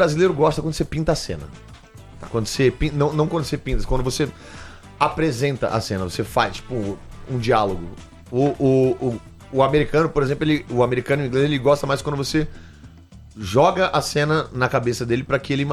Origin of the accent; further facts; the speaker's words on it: Brazil; Eu sou humorista brasileiro, é isso que eu sou.